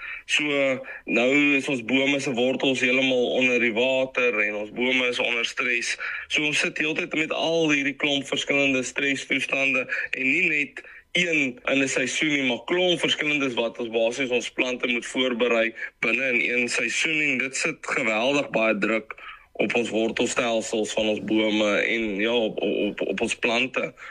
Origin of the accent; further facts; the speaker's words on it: Louis Trichardt, Limpopo, South Africa; moved away as an adult; die mooie dorpie waar ek groot geword het. Ek kom van Louis Trichardt af en natuurlik is landbou baie pertinent gedeelte van die dorp. So ek het met dit groot geword